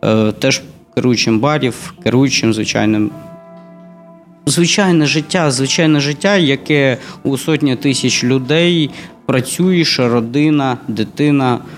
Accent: Mariupol, Donetsk Oblast, Ukraine; moved away as an adult; also born or lived in Odesa; Народився, вираз в місті Маріуполі.

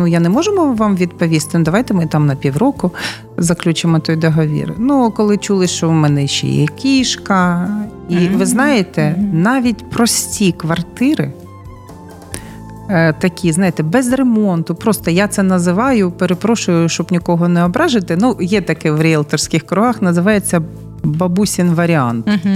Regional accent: Donetsk, Donetsk Oblast, Ukraine; born there; moved away as an adult; also born or lived in Zaporizhzhia; я пишаюся тим, що я донецька, пишаюся, що я народилась на Донбасі

